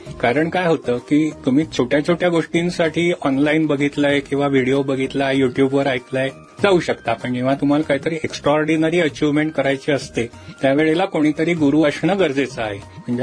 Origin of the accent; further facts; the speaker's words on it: Maharashtra, India; Basically मी मराठी आहे, मराठी माणसंही पैसेवाली व्हावी हा त्याच्यामागे एक सुप्त हेतू आहे.